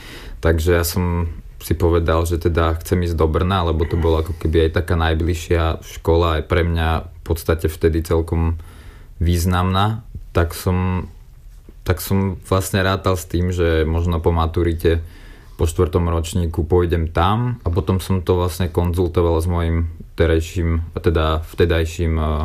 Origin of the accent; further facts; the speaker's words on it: Žilina Region, Slovakia; Takže Katovice boli pre mňa jedna vec, že veľmi blízko, lebo ja som z Oravy a mám to možno nejakú hodinu a pol tam. Vlastne kúsoček od hraníc.